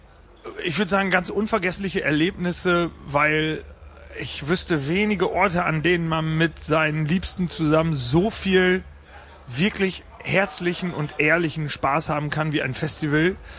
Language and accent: German; Osnabrück, Lower Saxony, Germany; wir kommen aus Osnabrück